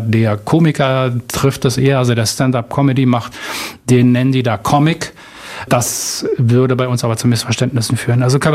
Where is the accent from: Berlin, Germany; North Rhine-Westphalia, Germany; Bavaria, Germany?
Berlin, Germany; Ich bin im amerikanischen Sektor in West-Berlin groß geworden